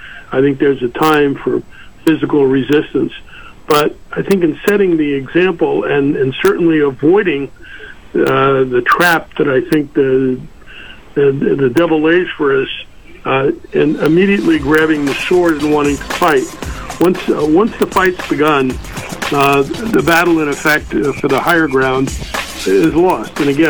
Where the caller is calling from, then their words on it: San Jose, California, United States; I'm calling from San Jose, California.